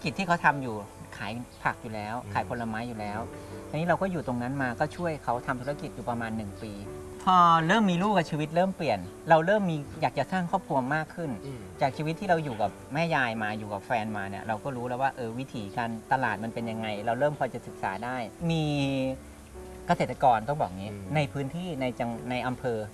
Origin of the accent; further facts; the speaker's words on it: Lopburi, Thailand; ผมเป็นคนลพบุรีเป็นคนลำลายต้องบอกก่อนว่าชีวิตเราเนี่ยโตมากับวิถีการทำเกษตรพ่อแม่ทำการเกษตรมา